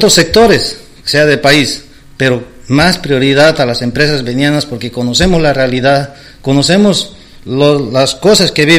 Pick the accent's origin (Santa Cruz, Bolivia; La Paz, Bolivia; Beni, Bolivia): Beni, Bolivia; mi pueblo de San Simón